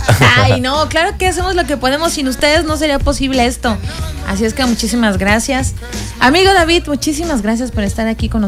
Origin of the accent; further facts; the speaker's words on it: Mexico City, Mexico; Yo calor, yo vengo de la Ciudad de México porque el frío, ese frío que cala los huesos